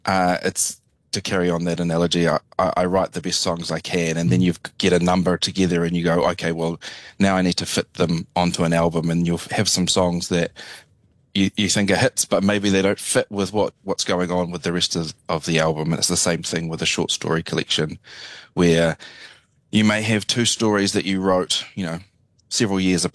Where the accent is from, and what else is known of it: New Zealand; also born or lived in Brisbane, Australia / Edinburgh, United Kingdom